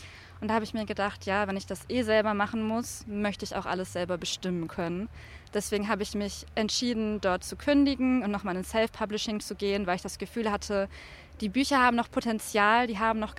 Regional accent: Essen, North Rhine-Westphalia, Germany; born there; now in Freiburg im Breisgau, Germany; Ich wurde tatsächlich nicht in Freiburg geboren, sondern in Essen. Und passend zu Essen, das man ja so als Ruhrgebiet, Industriestadt, Arbeiterstadt kennt, komme ich auch aus einer Arbeiterfamilie.

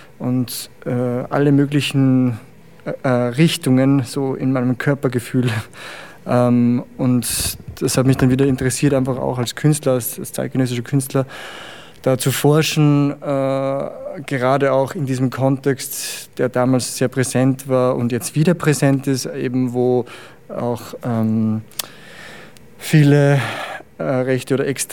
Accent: Andorf, Upper Austria, Austria; moved away; also born or lived in Vienna / Brussels; Also ich bin selber am Land aufgewachsen in Oberösterreich, also Andorf, Innviertel

